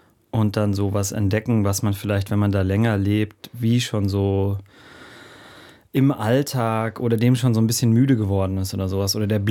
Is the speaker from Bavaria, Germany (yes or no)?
yes; Bavaria, Germany; Zwischen München und Garmisch-Partenkirchen. Genau, also ziemlich genau dazwischen